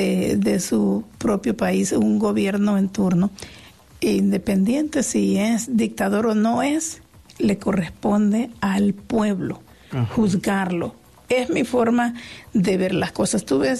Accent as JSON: {"language": "Spanish", "country": "El Salvador", "said": "Si todos somos salvadoreños, los que venimos a ejercer el deber del voto, respetemos"}